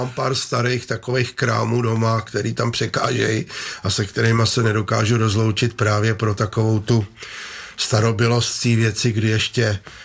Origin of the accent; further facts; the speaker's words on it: Prague, Czechia; my jsme bydleli ve Střešovicích, já jsem rodilej Pražák